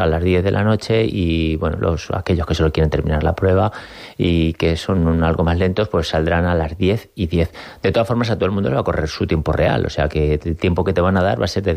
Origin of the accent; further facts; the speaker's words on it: Albacete, Castilla-La Mancha, Spain; todos los que somos de Albacete